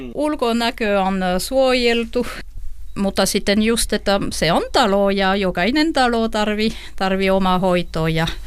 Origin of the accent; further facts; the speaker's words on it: France; Finnish is a second language; now in Finland; Olen ranskalainen. On tullut tällä kylälle 2001.